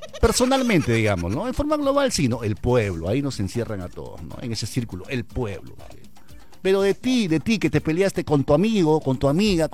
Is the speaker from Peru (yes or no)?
yes; Peru; Ya es hora de ponernos las pilas como peruanos